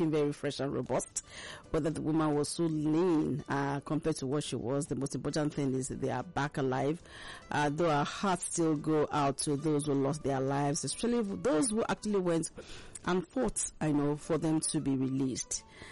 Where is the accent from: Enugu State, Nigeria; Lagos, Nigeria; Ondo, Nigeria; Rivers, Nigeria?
Lagos, Nigeria; born there; I was born here in Lagos. So I can claim to be a Lagosian somehow.